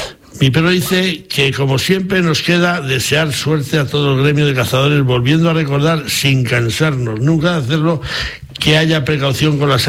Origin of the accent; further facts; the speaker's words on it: Sayago, Castile and León, Spain; como dicen en mi pueblo, en Sayago, no podemos estar en misa y repicando